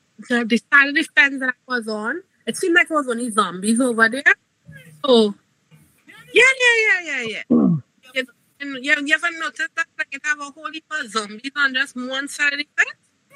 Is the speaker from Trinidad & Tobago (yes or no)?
yes; Trinidad & Tobago; accent: Trini; all I have with my Trini accent.